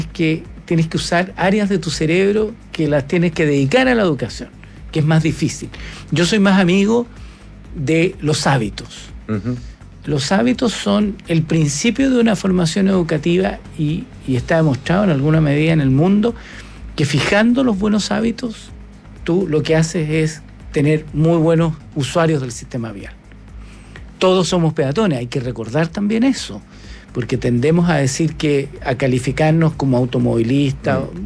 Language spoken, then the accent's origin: Spanish; Chile; los chilenos en general, como somos los ingleses de Sudamérica, conducimos por la izquierda.